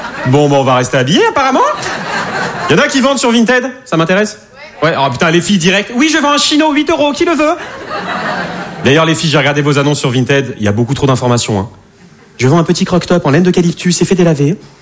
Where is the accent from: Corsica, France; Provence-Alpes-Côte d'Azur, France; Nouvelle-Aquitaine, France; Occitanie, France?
Nouvelle-Aquitaine, France; Arcachon; Je n'ai rien contre les vieux, je viens du bassin d'Arcachon. C'est... Ah bah c'est l'emblème, hein.